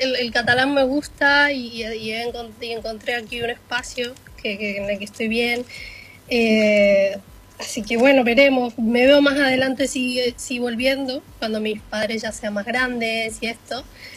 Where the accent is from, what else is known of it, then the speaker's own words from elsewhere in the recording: Salta, Argentina; moved away; Soy de Salta yo.